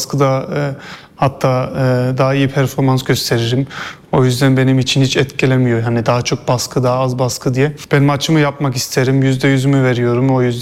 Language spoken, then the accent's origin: Turkish; Germany; moved away as an adult; now in Turkey; Hani doğma büyüme Almanya ama gene kanımız Türkiye.